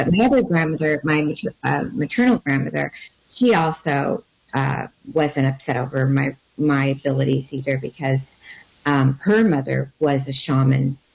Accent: Los Angeles, California, United States; also born or lived in Compton; growing up in Los Angeles, I was born in Compton, and growing up in Los Angeles

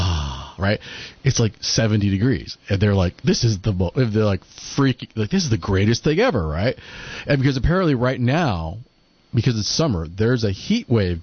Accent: California, United States; Granted, as a Californian, I'm also not used to 110, 120 degrees.

